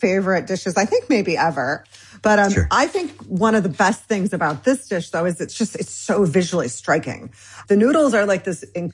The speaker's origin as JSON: {"language": "English", "region": "Michigan", "country": "United States", "tie": "born or raised there", "said": "I'm Iranian-American. I grew up in Michigan"}